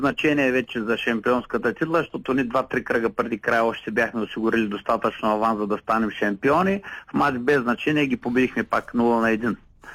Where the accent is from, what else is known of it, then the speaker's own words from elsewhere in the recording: Shumen, Shumen Province, Bulgaria; с отбора на родния ми град Шумен